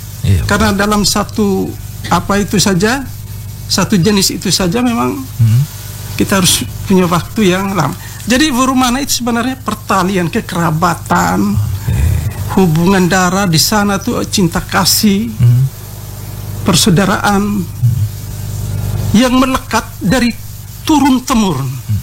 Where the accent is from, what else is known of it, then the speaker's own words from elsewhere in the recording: Wolotopo, East Nusa Tenggara, Indonesia; Saya berasal dari Kampung Adat Wolotopo. Jelasnya rumah suku saya suku Atarobo. Jadi karena saya berasal dari Wolotopo dan suku Atarobo